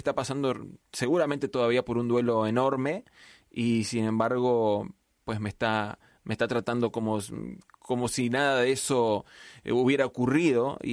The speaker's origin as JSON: {"language": "Spanish", "country": "Argentina", "said": "mezcla de acentos resultan en este acento tan confuso que traigo, que nunca nadie identifica que soy argentino."}